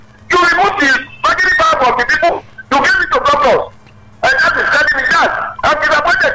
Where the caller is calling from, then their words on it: Oba, Nigeria; from Oba.